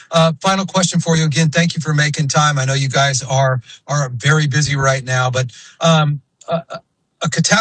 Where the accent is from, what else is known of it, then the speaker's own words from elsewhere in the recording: Spokane, Washington, United States; I'm from Spokane